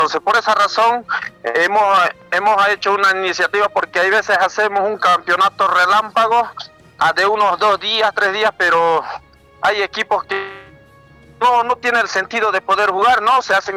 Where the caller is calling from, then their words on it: Comarapa, Santa Cruz, Bolivia; saludarte siempre desde acá, desde la comunidad de Torrecillas. Somos productores de la frutilla, ¿no? Más conocido como zona alta también.